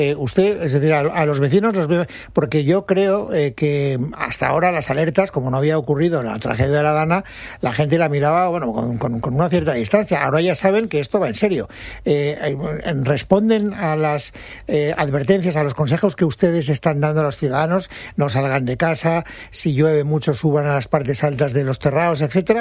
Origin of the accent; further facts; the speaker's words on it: Castellón de la Plana, Valencian Community, Spain; la gente sabe que yo soy de Castellón